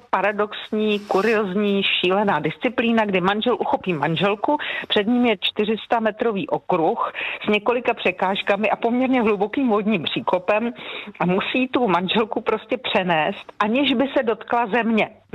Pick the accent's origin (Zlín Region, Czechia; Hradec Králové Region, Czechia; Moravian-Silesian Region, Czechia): Hradec Králové Region, Czechia; Hradec Králové; born there; Hradec je moje rodné město, přijedu s velikou radostí